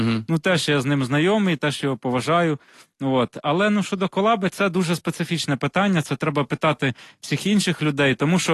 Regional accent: Mykolaiv Oblast, Ukraine; born there; Так як я народився на Миколаївщині, от, і це дуже край пістрявий стосовно різних племен, сарматів, скіфів, готів, гунів, там козаки потім і так далі.

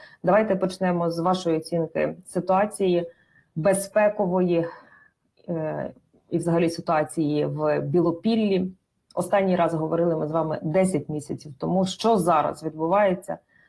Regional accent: Sumy Oblast, Ukraine; голова громади Білопільської, прикордонної, нині вже прифронтової, моєї рідної Сумщини.

